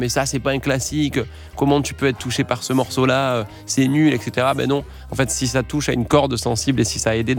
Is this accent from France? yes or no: yes; Toulouse, Occitanie, France; je suis bavard, je suis toulousain.